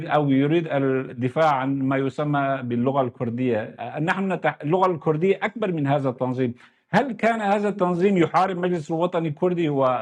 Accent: Kobani, Aleppo Governorate, Syria; أنا أتحدث كوني ككردي ومطلع يعني على سبيل المثال من منطقة كوباني

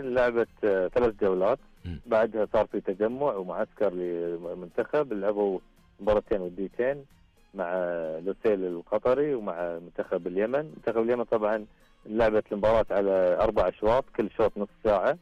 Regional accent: Kuwait; بالنسبة لنا ككويتيين

